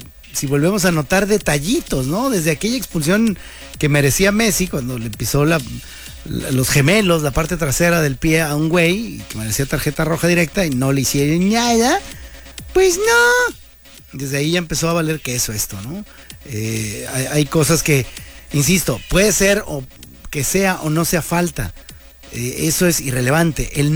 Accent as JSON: {"language": "Spanish", "country": "Colombia", "accent": "Colombian", "said": "hasta venía yo aquí con mi acentito colombiano, ¿no?"}